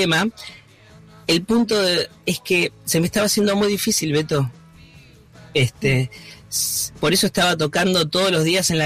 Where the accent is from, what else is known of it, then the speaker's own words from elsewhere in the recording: San Miguel, Buenos Aires Province, Argentina; born there; moved away; also born or lived in Hurlingham; Yo nací en San Miguel.